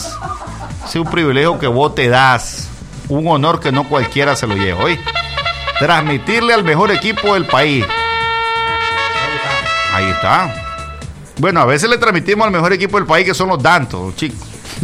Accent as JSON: {"language": "Spanish", "country": "Nicaragua", "tie": "born there", "said": "Me enseñaron mal las clases a mí de geografía e historia en Nicaragua."}